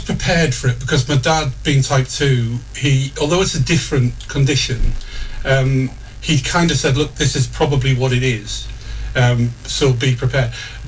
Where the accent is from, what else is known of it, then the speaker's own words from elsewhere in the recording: Newcastle upon Tyne, North East England, United Kingdom; accent: Geordie; moved away as an adult; also born or lived in Gosforth / London; I'm a Geordie. I was born in Heaton, brought up in Heaton until I was 11, and then in Gosford after that, until I left the North East in 1987.